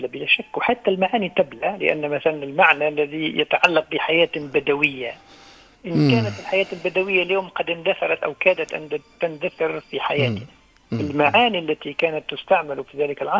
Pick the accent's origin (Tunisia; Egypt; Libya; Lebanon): Tunisia; southern Tunisia; هناك أيضا لفظة هي من أيضا مستعملة عندنا في الجنوب، هي الشكبان.